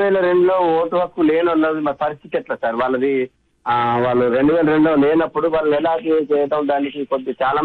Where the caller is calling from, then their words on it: Rampuram, Telangana, India; Madam, మాది భద్రాద్రి కొత్తగూడెం జిల్లా, రాంపురం గ్రామం మేడం.